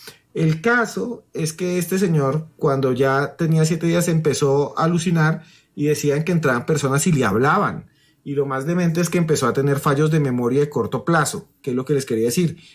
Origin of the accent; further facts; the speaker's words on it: Charalá, Santander, Colombia; en Charalá, Santander, pueblo de donde soy originaria, mi familia